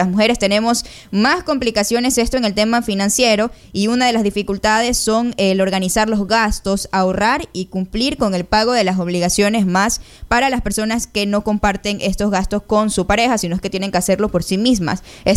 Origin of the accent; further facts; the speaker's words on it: Ecuador; Somos ecuatorianos. Somos de Ecuador.